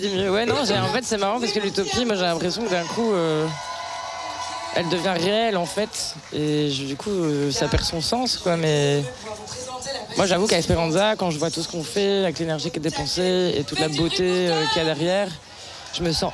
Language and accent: French; Liège, Wallonia, Belgium; On vient de Liège.